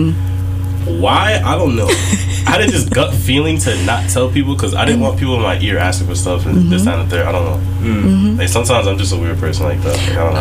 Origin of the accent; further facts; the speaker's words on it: Kingston, New York, United States; We're from Kingston, New York.